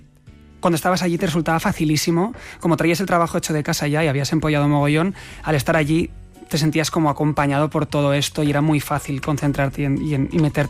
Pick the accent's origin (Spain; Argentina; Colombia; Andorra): Spain; Catalonia; Entonces yo, que interpreto a Dalí, soy catalán